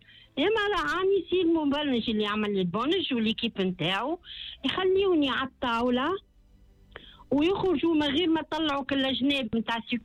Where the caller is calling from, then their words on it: Tunisia; انا مواطنه تونسيه